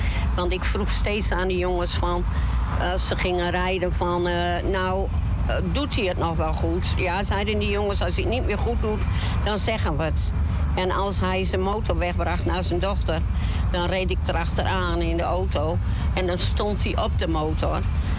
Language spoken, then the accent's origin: Dutch; Ruischerbrug, Groningen, Netherlands; En ik kom uit Groningen. Ruisgebrug. Een plaatsje tegen Groningen aan.